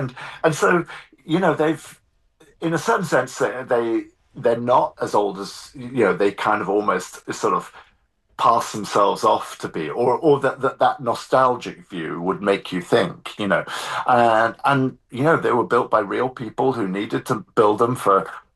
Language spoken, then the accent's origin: English; England, United Kingdom; I mean, I'm from Southern England, you know, which is not an area with stone walls.